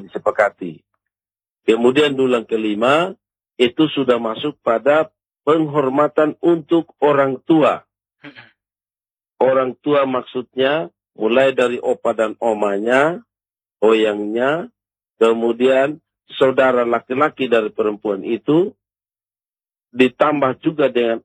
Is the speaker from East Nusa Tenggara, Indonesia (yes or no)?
yes; Amarasi Timur, East Nusa Tenggara, Indonesia; Sedangkan yang namanya kami orang Timur Amarasi itu memiliki marga.